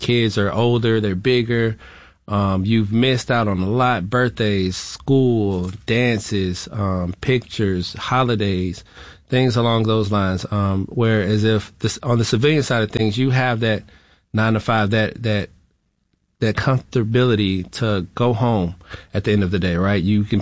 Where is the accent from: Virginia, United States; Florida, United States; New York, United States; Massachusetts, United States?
Florida, United States; growing up in a family where my mom had to have 2 jobs and it was 7 of us getting raised together. I was raised in Florida.